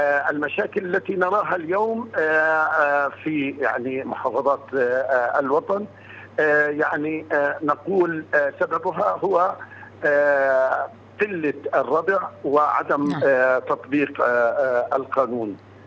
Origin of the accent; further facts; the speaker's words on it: Palestine; إحنا كشعب فلسطيني في فلسطين